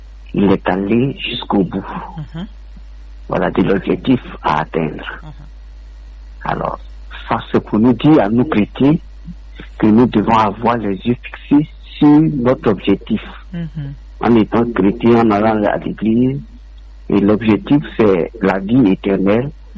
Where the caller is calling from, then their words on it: Abidjan, Côte d’Ivoire; J'appelle la paroisse de Saint-Bernard, Yopougon.